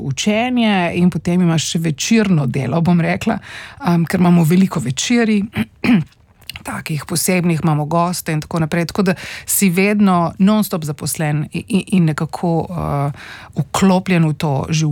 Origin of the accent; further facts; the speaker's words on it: Postojna, Primorska, Slovenia; Jaz sem odraščala v Postojni, se pravi pri, oziroma bom rekla splošno na Primorskem, moj